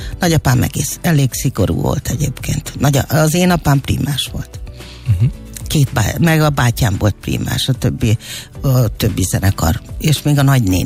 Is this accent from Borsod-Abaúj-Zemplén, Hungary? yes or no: no; Békés, Hungary; Na most így adódott az, hogy Békés megyében, mint említettük, hogy Békés megyei vagyok